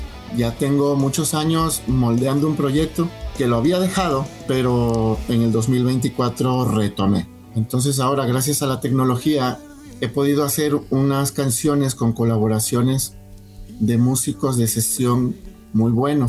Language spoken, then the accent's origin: Spanish; Tierra Blanca, Veracruz, Mexico; moved away as an adult; now in Veracruz, Mexico; Yo soy de Tierra Blanca, Veracruz.